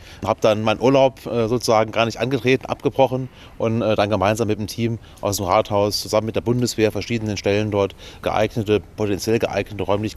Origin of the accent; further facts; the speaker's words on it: Saarlouis, Saarland, Germany; wir sind geborener Garnisonsstaat und bei uns in Saarlouis sind alle Soldatinnen und Soldaten